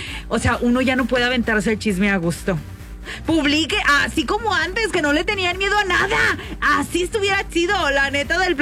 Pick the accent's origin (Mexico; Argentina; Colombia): Mexico; Altamira, Tamaulipas; Yo soy de Altamira también.